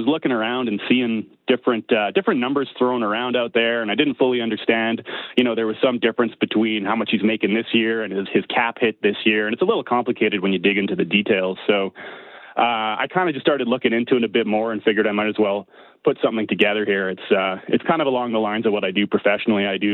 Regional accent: Winnipeg, Manitoba, Canada; now in Calgary, Canada; I was born and raised in Winnipeg. I live in Calgary now

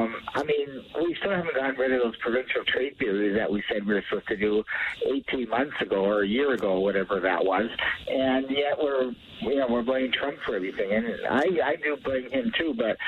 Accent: British Columbia, Canada; born there; now in Alberta, Canada; I'm Canadian first, and I don't care if I was born in BC, live in Alberta. I'm Canadian first

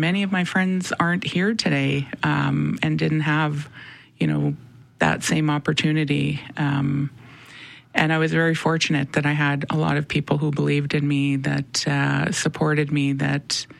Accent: Winnipeg, Manitoba, Canada; Born and raised in the north end of Winnipeg.

